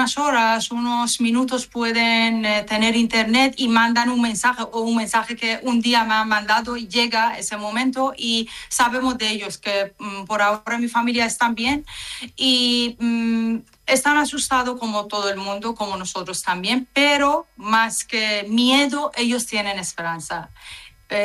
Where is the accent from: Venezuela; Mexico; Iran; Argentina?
Iran; Spanish is a second language; now in Málaga, Spain; Ah, mis padres, yo vivía en capital, pero ahora mis padres viven en norte de Irán, que es más seguro en todo el país.